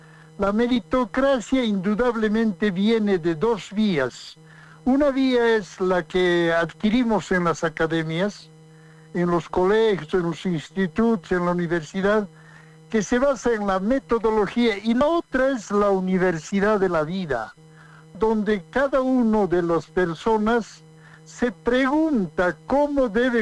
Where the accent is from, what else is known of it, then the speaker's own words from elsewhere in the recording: Oruro, Bolivia; yo orureño, he hecho mi vida política en Oruro, soy estudiante de la Facultad de Ingeniería de Oruro, soy ingeniero civil